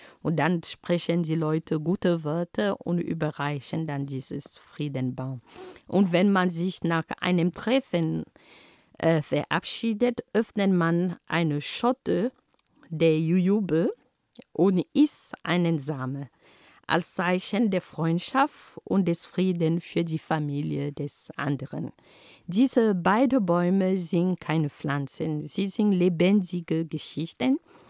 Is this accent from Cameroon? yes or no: yes; Cameroon; first language Romala; German is a second language; In meiner Heimat Kamerun heißt dieser Baum Pfeking oder Pfeking, je nach Region oder Sprache. Also meine Muttersprache lautet Romala.